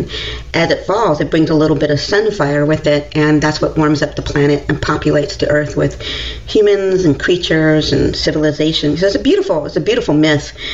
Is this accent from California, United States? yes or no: yes; Berkeley, California, United States; I grew up in Berkeley. I was born in 1972.